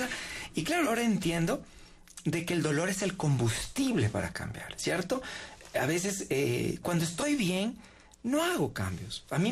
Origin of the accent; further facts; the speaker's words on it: Loja, Ecuador; now in Quito, Ecuador; Después de mi ciudad, yo soy de Loja, vine acá a Quito